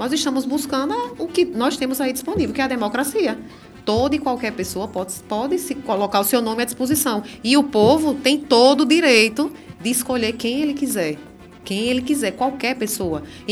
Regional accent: Itabaiana, Sergipe, Brazil; also born or lived in Aracaju; Sou de Aracaju, mas fui criada lá em Itabaiana, aqui pertinho.

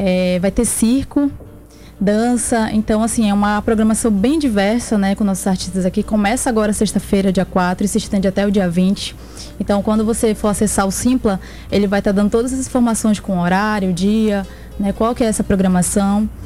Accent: Amapá, Brazil; Sim, eu sou amapaense.

